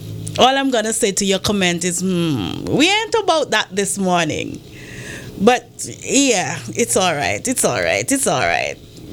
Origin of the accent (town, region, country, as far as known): Montserrat; born there